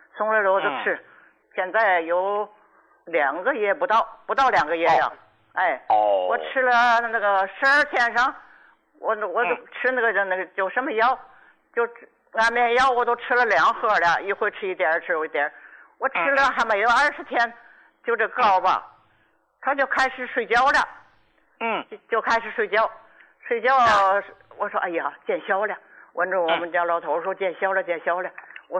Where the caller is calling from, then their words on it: Qinhuangdao, Hebei, China; 我是秦皇岛的。